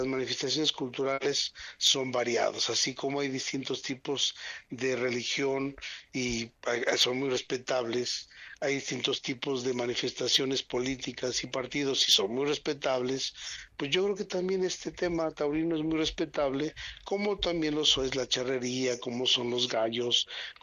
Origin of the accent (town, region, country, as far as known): Mexico